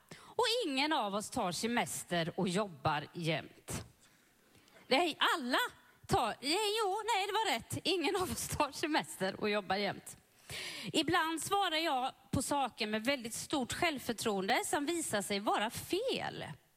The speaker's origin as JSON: {"language": "Swedish", "country": "Sweden", "tie": "born or raised there", "said": "jag är uppvuxen i HV-staden"}